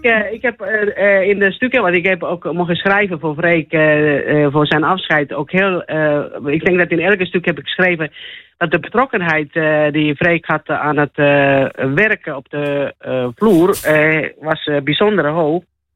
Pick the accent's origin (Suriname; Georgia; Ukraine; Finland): Finland; accent: Finnish; Dutch is a second language; now in Netherlands; Het accent komt uit Finland.